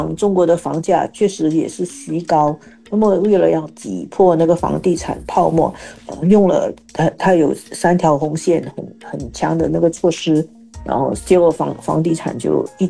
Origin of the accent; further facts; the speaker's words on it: Singapore; 我们新加坡人，我们很习惯这个公积金买房，建屋发展局的房子买房的概念啊。